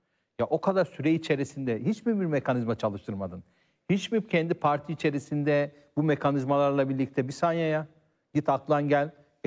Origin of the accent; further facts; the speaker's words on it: Adıyaman, Turkey; Adıyaman Belediye Başkanı, benim memleketim olduğu için